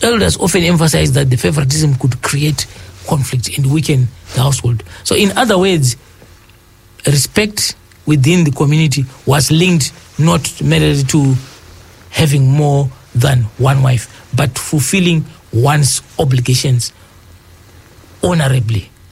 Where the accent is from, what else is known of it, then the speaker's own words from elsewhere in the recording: Zimbabwe; I'm also from the Shona. This is the reason why I said I would want to, yes, tell you, I would want to, yes, paint that picture of what I understand from my culture, the Shonas of Zimbabwe.